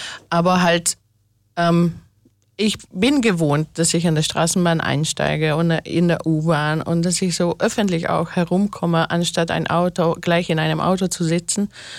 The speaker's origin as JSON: {"language": "German", "country": "Hungary", "moved": "yes", "lives_now": "Austria", "said": "du als Deutsche und ich als Ungarin"}